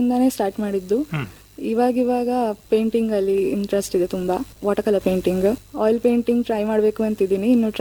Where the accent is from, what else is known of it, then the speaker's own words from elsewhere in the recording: Karwar, Karnataka, India; ನಾನು ಕಾರವಾರದವಳು.